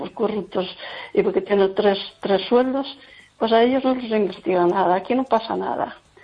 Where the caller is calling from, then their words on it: Lugo, Galicia, Spain; Hola, buenas noches.